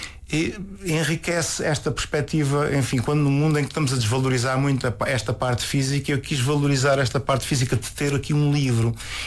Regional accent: Alentejo, Portugal

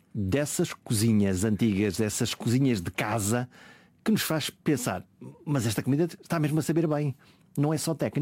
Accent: Norte, Portugal; Diz-se na minha terra, lá em cima, no Alto Minho

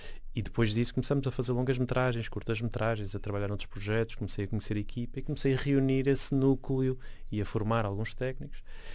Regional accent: Porto, Norte, Portugal; Eu sou do Porto, não é? Ou seja, eu cresci num modo de desenrasque.

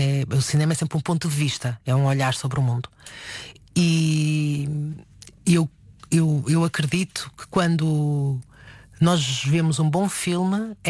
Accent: Porto, Norte, Portugal; E eu sou do Porto

